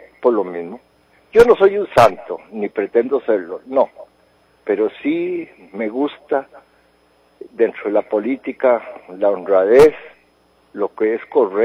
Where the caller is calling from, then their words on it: Costa Rica; Esto es Costa Rica, somos ticos.